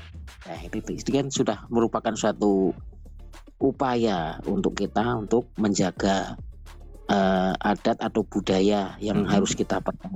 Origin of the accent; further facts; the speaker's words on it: Indonesia; Apalagi kita sebagai orang Jawa tetap harus menjaga etika juga.